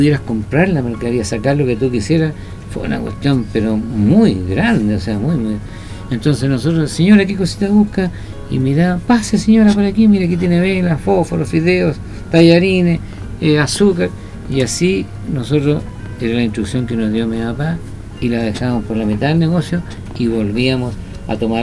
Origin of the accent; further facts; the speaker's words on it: Parral, Maule, Chile; Entonces, por parte de mi padre, toda la familia, que somos de Parral, son comerciantes